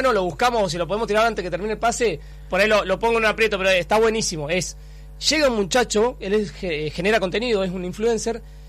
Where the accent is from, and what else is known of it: Argentina